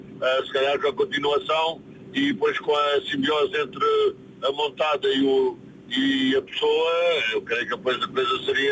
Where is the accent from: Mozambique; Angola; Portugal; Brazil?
Portugal; Caneças, Lisbon; Eu sou de Lisboa, nasci em Lisboa, ao Alfredo da Costa.